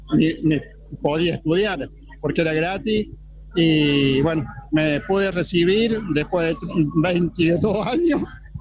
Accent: Córdoba, Argentina; moved away as an adult; also born or lived in Esperanza, Santa Fe; Nací en Córdoba, estudié en Córdoba mi primaria, mi secundaria.

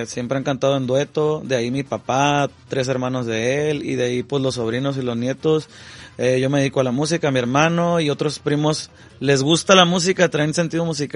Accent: Sinaloa, Mexico; moved away; Yo soy de Sinaloa, pero me fui a Mexicali.

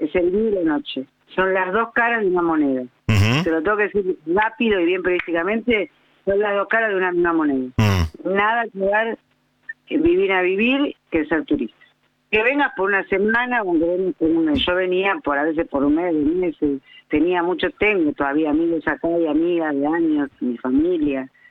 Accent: Buenos Aires, Argentina; born there; moved away as an adult; now in Necochea, Argentina; No, hace 1 año y medio. Porque vivía en Capital, nací en Capital. Soy como yo siempre, soy nacida en Capital.

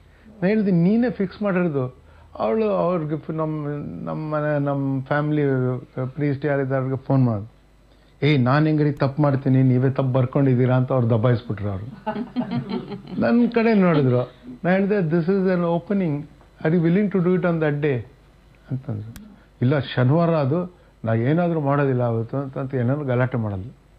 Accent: Karnataka, India; accent: Kannada; ನನ್ನ ಕನ್ನಡ ಆ್ಯಕ್ಸೆಂಟಲ್ಲಿ ಇಂಗ್ಲೀಷ್ ಮಾತಾಡ್ತೀನಿ ನಾನು

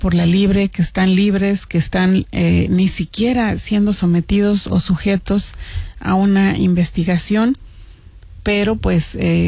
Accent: Mexico

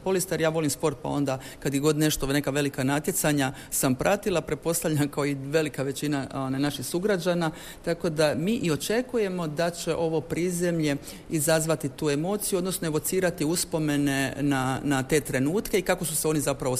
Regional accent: Šibenik, Šibenik-Knin County, Croatia; Ja sam iz Šibenika

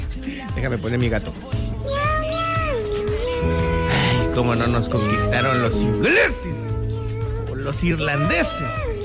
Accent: Mexico; Nosotros mexicanos también tenemos.

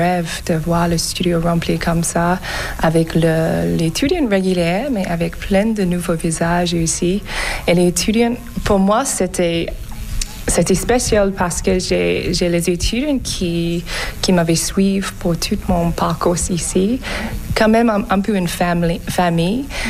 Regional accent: Adelaide, South Australia, Australia; French is a second language; moved away as an adult; also born or lived in South Korea / France; now in Quebec, Canada; je viens d'Australie. Je suis adoptée, donc je suis née du sud de Corée, mais j'ai grandi en Australie. J'ai passé la plupart de ma vie en Australie, dans la même ville que j'ai grandi dans, en Adelaide.

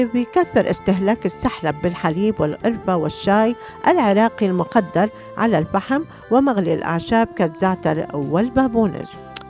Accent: Lebanon; moved away; عنا بضيعتنا لما كنا بلبنان

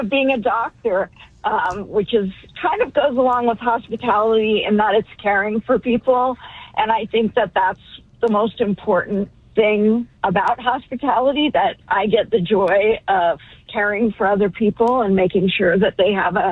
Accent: Boulder, Colorado, United States; now in New York, United States; I wish I still lived there. Although I love New York. I grew up in Boulder.

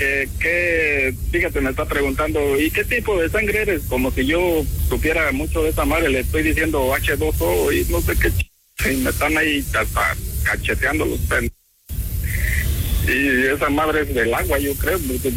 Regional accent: Mexico; Pero si yo le estoy diciendo que soy mexicano, entienda.

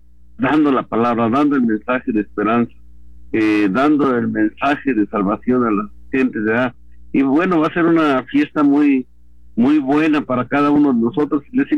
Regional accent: Mexico; sí somos cristianos, pero somos mexicanos

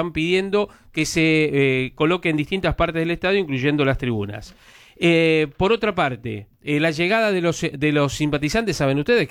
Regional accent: Argentina

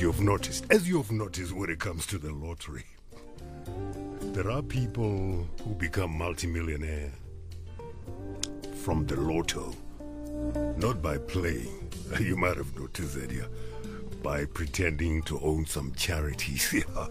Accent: South Africa

